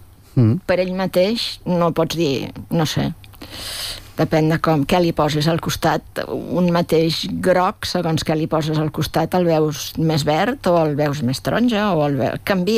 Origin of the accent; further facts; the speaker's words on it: Esparreguera, Catalonia, Spain; born there; jo vaig néixer a Esparreguera